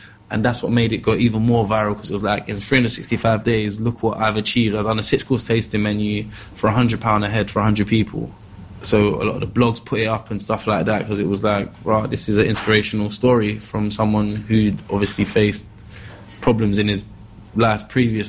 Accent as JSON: {"language": "English", "town": "Peckham", "region": "London", "country": "United Kingdom", "tie": "born or raised there", "said": "But growing up in Peckham, people weren't, for my demographic, weren't really putting out YouTube videos and showing personality and stuff like that."}